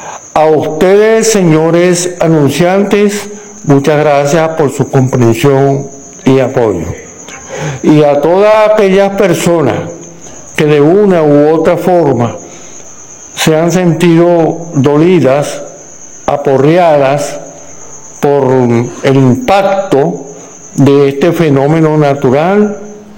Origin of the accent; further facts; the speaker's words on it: Venezuela; como consecuentes venezolanos que sentimos la situación que padece el país